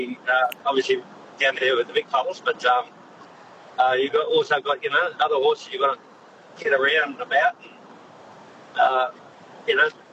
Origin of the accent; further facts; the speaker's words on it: Wyong, New South Wales, Australia; I come from Wyong, and we took a runner up to Brisbane yesterday.